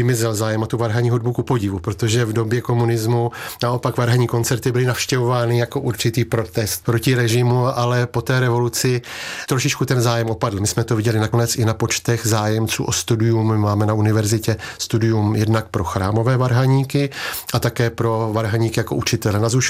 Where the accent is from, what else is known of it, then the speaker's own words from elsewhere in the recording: Letohrad, Pardubice Region, Czechia; moved away as an adult; now in Hradec Králové, Czech Republic; Jsem východočech, pocházím z Orlických hor z Letohradu, kde dnes vlastně už 35 let pořádám velký mezinárodní hudební festival.